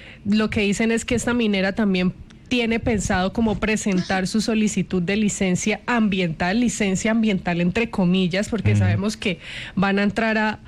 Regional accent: Santander, Colombia; Para mí, que soy santandereana, pues sí, que el páramo de Santurbán está en Santander

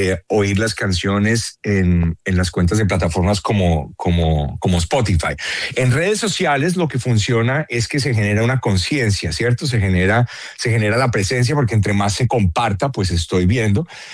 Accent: Colombia; somos unos colombianos más ayudando

